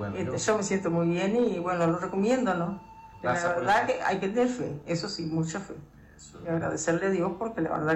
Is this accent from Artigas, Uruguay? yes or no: no; Paysandú, Uruguay; pues yo realmente no soy ni de acá, soy de Paysandú, ando de paz, como quien dice.